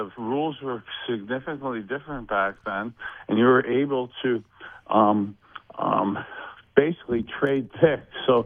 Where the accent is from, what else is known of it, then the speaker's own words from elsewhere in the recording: Youngstown, Ohio, United States; growing up in Youngstown, Ohio, you know, we're here doing a Western Pennsylvania, West Virginia, Browns-type ish show